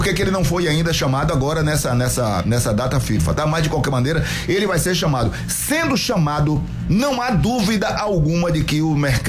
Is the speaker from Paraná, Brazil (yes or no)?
no; Bahia, Brazil; Como um bom baiano